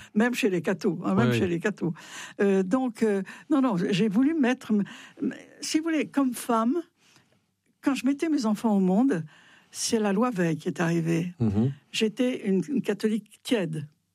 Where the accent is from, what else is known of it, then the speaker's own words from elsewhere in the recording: France; moi j'aime la France, j'aime profondément la France, je suis une Française